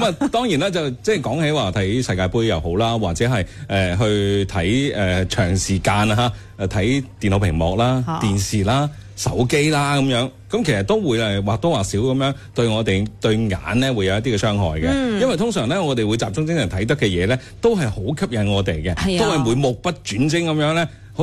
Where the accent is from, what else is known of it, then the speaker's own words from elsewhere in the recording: China; 我哋中国人咧系黑眼珠嘅